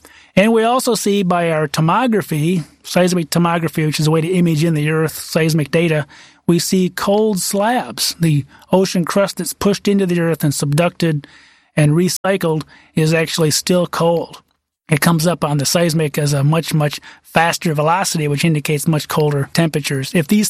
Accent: Michigan, United States; born or raised there

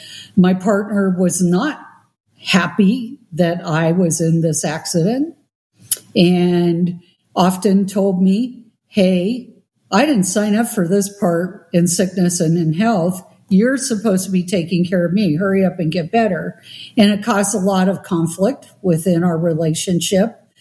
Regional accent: Seattle, Washington, United States; now in East Texas, United States; Well, remember, I'm from Seattle. East Texas is Podunkville.

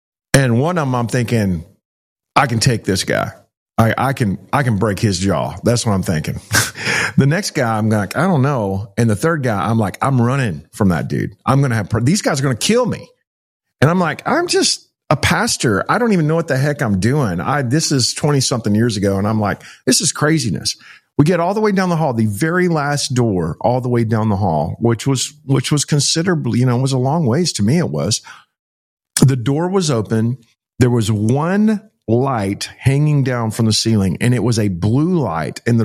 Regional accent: Texas, United States; Like, hey, what's going on? I'm from Texas.

